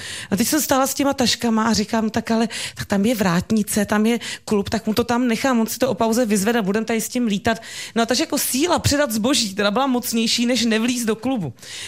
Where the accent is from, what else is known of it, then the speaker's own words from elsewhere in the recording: Prague, Czechia; Tak logicky přirozeně já jsem byla z Prahy, měl ten pocit, že bych měla třeba sem jít nebo něco.